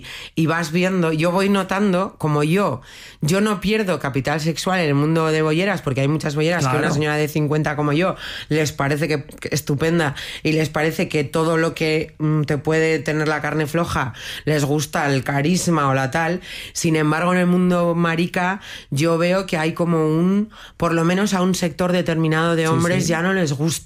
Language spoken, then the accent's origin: Spanish; Basque Country, Spain